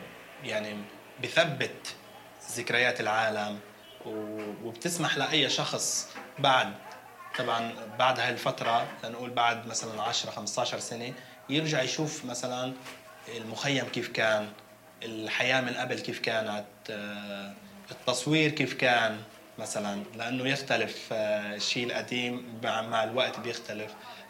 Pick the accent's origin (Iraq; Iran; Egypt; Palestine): Palestine; now in Lebanon; نحنا بالمخيمات كفلسطينيين